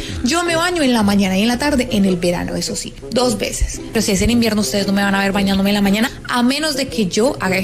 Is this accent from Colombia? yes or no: yes; Colombia; moved away as an adult; now in United States; Yo soy colombiana, obviamente que en Colombia uno se tiene que bañar, pero obligado, todas las mañanas antes de salir, porque si no, uno sale con olor a cobija. Algo así decía mi mamá. Todo iba bien hasta que yo me mudé a Estados Unidos.